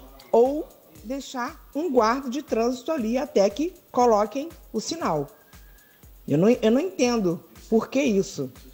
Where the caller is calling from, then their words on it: Cabo Frio, Rio de Janeiro, Brazil; sou daqui do Jardim Esperança, né?